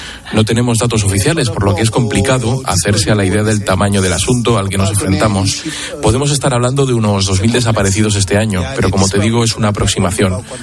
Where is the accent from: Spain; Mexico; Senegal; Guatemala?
Senegal; Mbour, Thiès; also born or lived in Morocco; Yo fui migrante en su momento. Salí de aquí, de Embur, y llegué a Marruecos, donde viví durante 12 años.